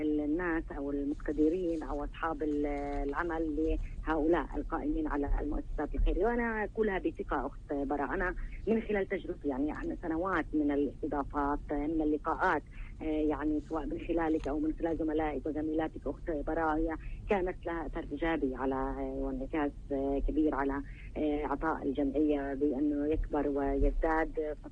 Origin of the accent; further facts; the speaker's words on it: Palestine; نحن كشعب فلسطيني